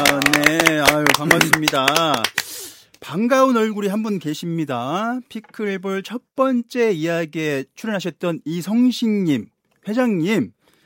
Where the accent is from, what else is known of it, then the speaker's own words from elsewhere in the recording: Namwon, North Jeolla, South Korea; 저는 남원시 출신입니다.